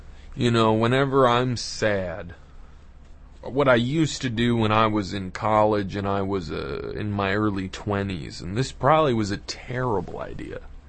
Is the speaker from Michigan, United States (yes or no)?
no; New York City, New York, United States; where I grew up in Park Slope.